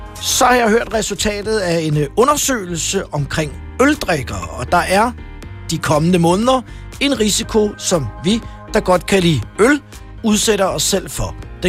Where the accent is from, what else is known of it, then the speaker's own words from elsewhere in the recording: Vium, Central Denmark Region, Denmark; jeg dansede til den på sodavandsdiskoteket i Vium, hvor jeg kommer fra.